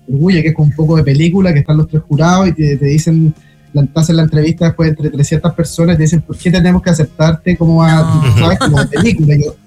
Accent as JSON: {"language": "Spanish", "country": "Chile", "tie": "born or raised there", "moved": "as an adult", "lives_now": "London, United Kingdom"}